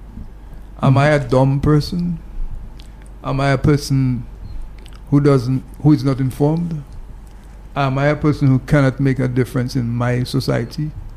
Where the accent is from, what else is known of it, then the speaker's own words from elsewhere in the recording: Wesley, Saint Andrew Parish, Dominica; born there; I was born in Wesley.